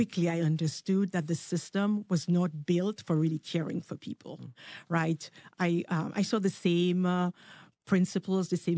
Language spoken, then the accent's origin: English; Dominica; I grew up in Dominica. That's a Black country.